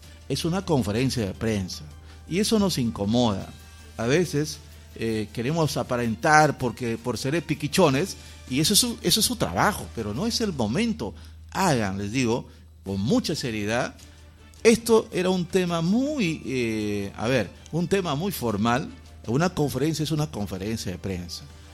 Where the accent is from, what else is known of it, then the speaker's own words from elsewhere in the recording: San Martín, Peru; nosotros somos de San Martín